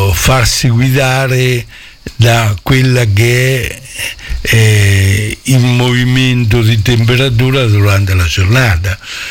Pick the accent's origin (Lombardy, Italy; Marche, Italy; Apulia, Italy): Marche, Italy; Montappone; born there